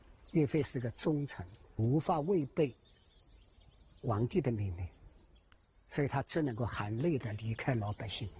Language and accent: Chinese; Hangzhou, Zhejiang, China; 我从小就在这里长大的。原来这个高房子是我们住的家，我们是紧靠的岳庙。